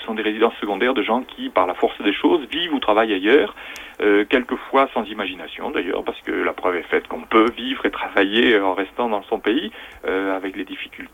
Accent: Paris, Île-de-France, France; born there; moved away as an adult; Moi, je suis parti de Paris à 20 ans. J'avais fait des études à Paris. J'étais né à Paris bêtement, et puis j'avais des vacances en Auvergne.

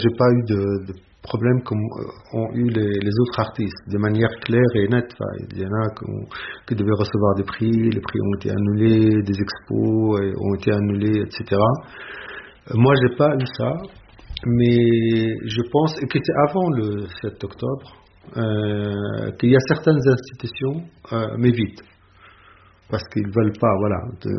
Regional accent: Palestine; je suis palestinien

